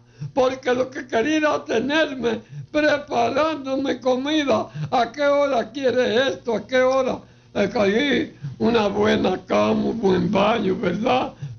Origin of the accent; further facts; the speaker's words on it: Dominican Republic; born there; yo amo mi país, la República Dominicana, donde yo nací.